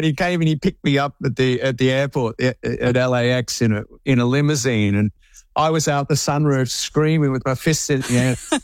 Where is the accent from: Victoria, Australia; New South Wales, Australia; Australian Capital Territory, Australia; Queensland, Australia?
Victoria, Australia; Melbourne; in Melbourne that in my hometown